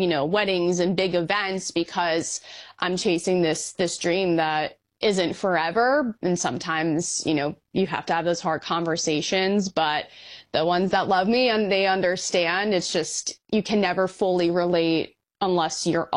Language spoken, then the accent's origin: English; New York, United States; but I'm from New York, so US Open is a special place to me, just in my backyard.